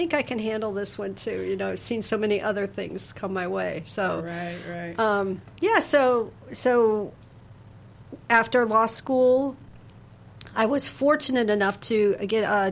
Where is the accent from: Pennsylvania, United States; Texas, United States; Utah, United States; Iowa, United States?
Iowa, United States; now in Pinellas County, Florida, United States; I was born and raised in Iowa, not technically on a farm, but on an acreage in the middle of a bunch of farms. So kind of farm life is where I grew up.